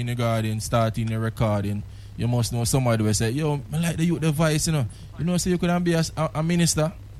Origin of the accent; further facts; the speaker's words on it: Saint Elizabeth, Jamaica; we have similar backgrounds growing up in the country. I'm from St. Elizabeth.